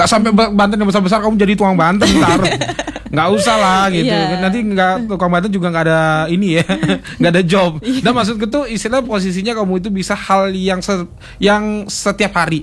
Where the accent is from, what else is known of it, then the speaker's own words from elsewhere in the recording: Bali, Indonesia; tanggung jawab kita sebagai orang Bali atau perempuan Bali